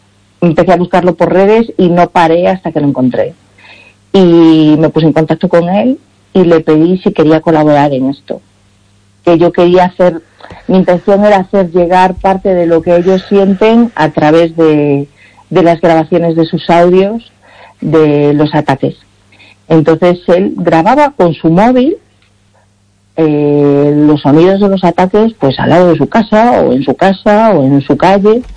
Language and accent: Spanish; Galicia, Spain; yo soy mestiza también y, sí, y mi padre es de origen marroquí, mi madre es ourensana, y bueno, yo me crié aquí y nací aquí y toda mi vida la he hecho aquí, ¿no? Y entonces, pues en ese sentido es como me siento muy gallega.